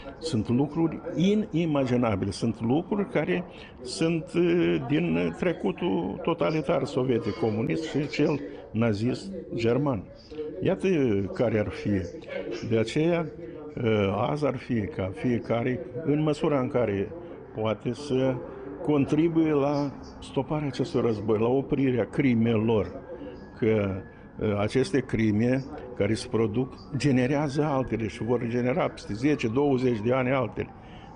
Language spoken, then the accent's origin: Romanian; Moldova; noi, ca basarabeni, să trăim și în spațiul nostru etnic de formare, în cadrul României întregite